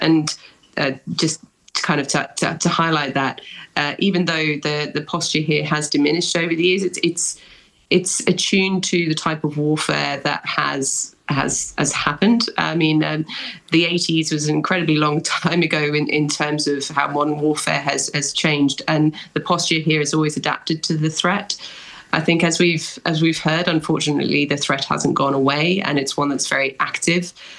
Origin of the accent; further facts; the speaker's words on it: Falkland Islands; growing up in the Falklands, as I have, and as the rest of us in the society have done